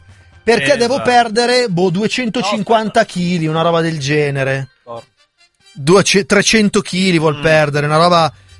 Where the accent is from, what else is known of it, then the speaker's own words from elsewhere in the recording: Cusano Milanino, Lombardy, Italy; Beh, sei di Cinisello, io sono di Cusano, scusa.